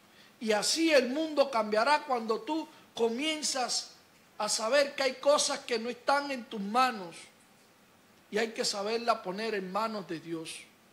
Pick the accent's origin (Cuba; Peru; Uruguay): Cuba; Los que somos cubanos